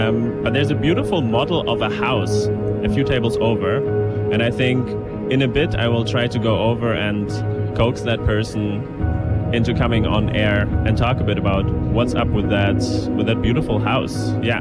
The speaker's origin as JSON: {"language": "English", "country": "Germany", "said": "And since I'm here from Germany, I don't really have the space in my luggage to take anything home."}